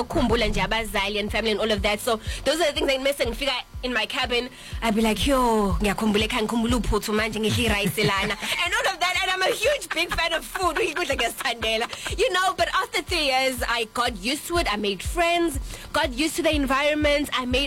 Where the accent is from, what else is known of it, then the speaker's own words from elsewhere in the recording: South Africa; I'm from South Africa.